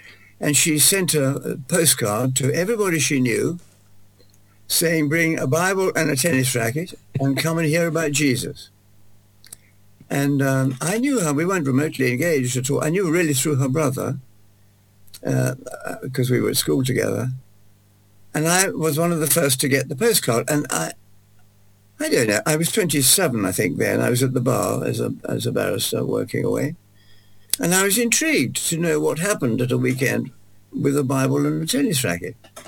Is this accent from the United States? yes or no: no; Scotland, United Kingdom; also born or lived in London; I was born in London, but my family lived in the northeast of Scotland.